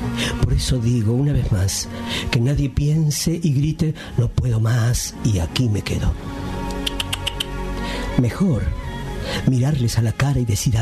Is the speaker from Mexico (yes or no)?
no; Argentina; la argentina, que es mi patria, la patria en la que me crié y me creó como artista, y la andina, que es la patria que yo heredo culturalmente, porque me crié con sus comidas, con sus festejos, con su idiosincrasia